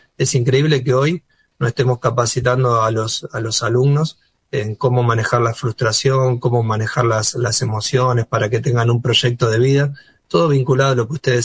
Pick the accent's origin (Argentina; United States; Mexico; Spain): Argentina